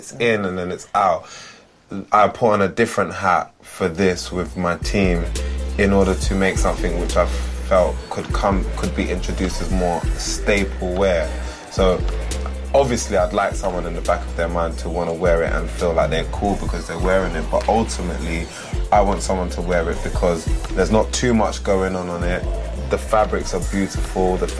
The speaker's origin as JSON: {"language": "English", "country": "United Kingdom", "said": "the modern British man, seeing as I am a British man"}